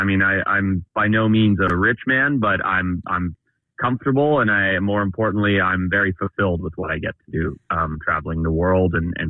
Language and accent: English; Zimbabwe; I grew up in Zimbabwe. My family ran safari businesses. I learned to track wildlife and work with animals when I was 6 years old